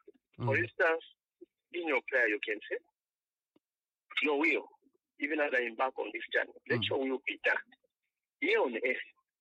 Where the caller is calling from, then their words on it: Lusaka, Lusaka Province, Zambia; I'm calling from Lusaka.